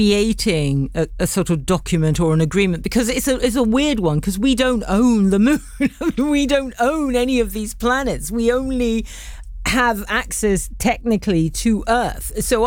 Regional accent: London, United Kingdom; It's just one of those places you, as a Londoner, you can almost forget how special it is.

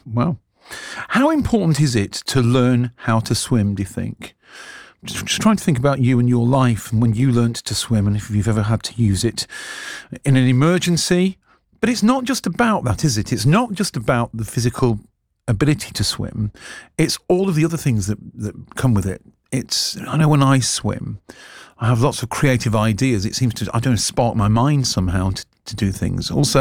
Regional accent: East Midlands, United Kingdom; where I grew up on the Bessel Estate there

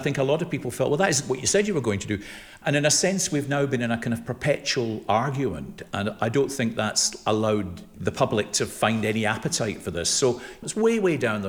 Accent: Glasgow, Scotland, United Kingdom; I see myself as a Glaswegian first, a Scot second, and British third. I'm a boy from Glasgow.

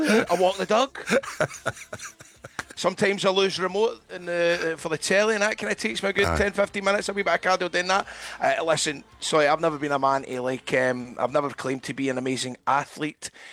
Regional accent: Saltcoats, Scotland, United Kingdom; I was in my hometown of Salkett's

